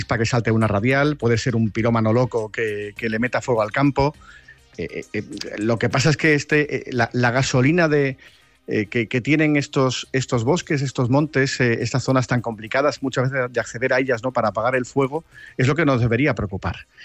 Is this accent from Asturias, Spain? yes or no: no; Andalusia, Spain; now in Madrid, Spain; yo soy andaluz, pero mi mujer es madrileña